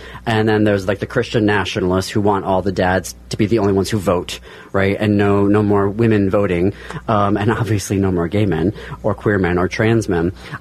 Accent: Midwest, United States; as a queer kid, growing up in the Midwest and then having, you know, an Armenian family that was across the ocean

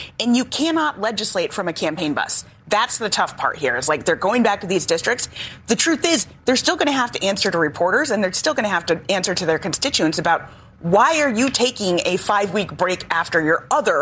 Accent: Oregon, United States; I grew up in Oregon. We voted by mail, like, from the beginning of time.

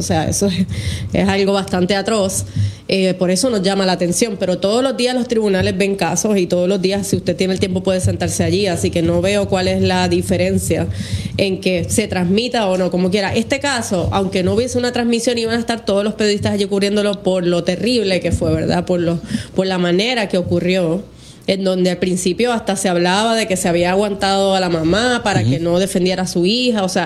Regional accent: Caguas, Puerto Rico; yo soy de Caguas, tengo personas que me dicen que conocían a esa familia, imagínate.

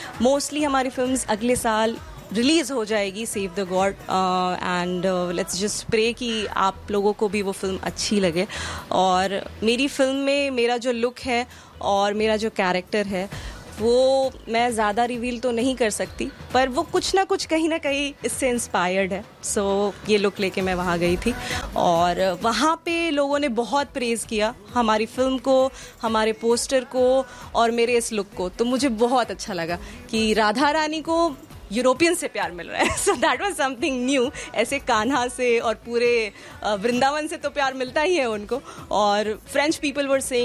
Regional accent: Muzaffarpur, Bihar, India; मेरी जैसी लड़की जो एक बहुत छोटे से टाउन से आती है बिहार में, मैं मुजफ्फरपुर से हूँ

